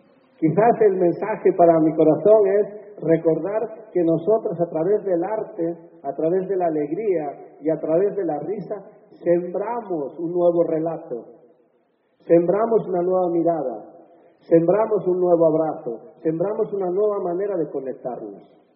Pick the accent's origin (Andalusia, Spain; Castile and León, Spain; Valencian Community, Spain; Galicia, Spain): Galicia, Spain; Lo sentimos mucho, somos gallegos.